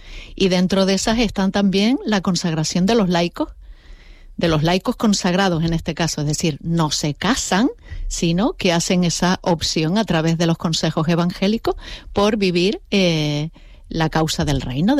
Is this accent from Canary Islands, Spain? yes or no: yes; La Palma, Canary Islands, Spain; now in Gran Canaria, Spain; me vengo de La Palma, porque yo soy de La Palma.